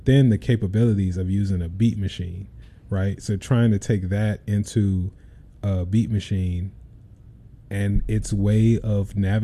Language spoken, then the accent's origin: English; Chicago, Illinois, United States; growing up in Chicago